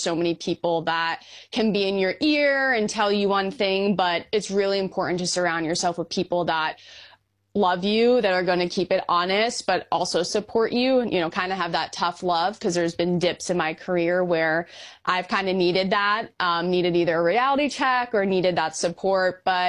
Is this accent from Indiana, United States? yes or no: no; New York, United States; but I'm from New York, so US Open is a special place to me, just in my backyard.